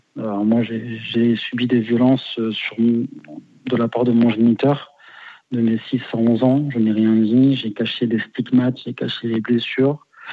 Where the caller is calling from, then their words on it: Bordeaux, Nouvelle-Aquitaine, France; Je suis de Bordeaux.